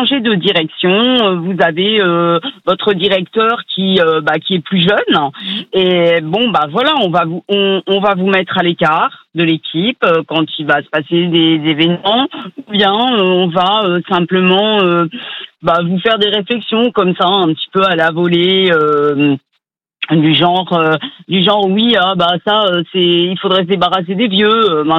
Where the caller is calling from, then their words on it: Mennecy, Île-de-France, France; je vous appelle de Mennecy, dans le 91.